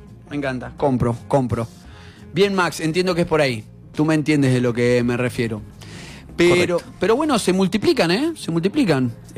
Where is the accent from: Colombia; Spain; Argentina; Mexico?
Argentina